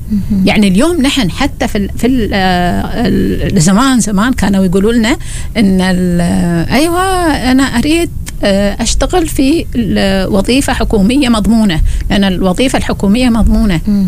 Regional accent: Oman

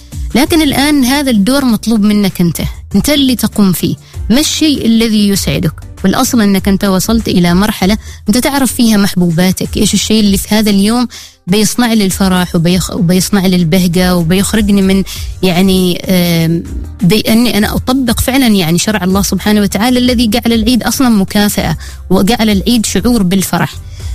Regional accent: Ad Dakhiliyah, Oman; also born or lived in Ash Sharqiyah North Governorate; now in Muscat, Oman; أسكن مثلا في محافظة مسقط، ومتزوجة في محافظة شمال الشرقية، وأصلي من محافظة الداخلية، فأعيش العيد بين هذه الثلاث محافظات.

